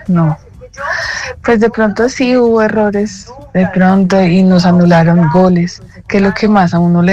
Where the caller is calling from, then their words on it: Colombia; me siento orgullosa de ser colombiana.